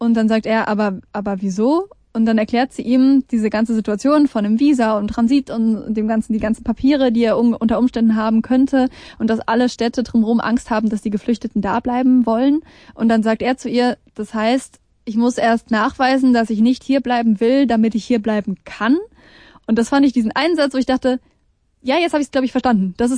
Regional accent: Germany; dass mich Bürokratie als Deutsche, wo man eigentlich dran gewöhnt sein müsste, unfassbar stört

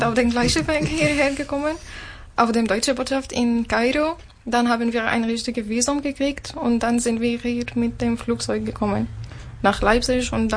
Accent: Damascus, Damascus Governorate, Syria; German is a second language; moved away as an adult; now in Chemnitz, Germany; Ich komme aus Syrien, Damaskus. Und ich bin seit ein Jahr und halb hier in Deutschland.

